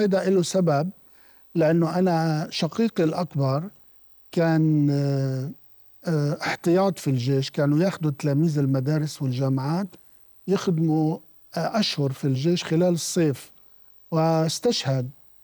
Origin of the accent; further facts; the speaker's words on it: Lebanon; born there; كنت في إجازة في قريتي، وكنت نايم عند جدتي في القرية.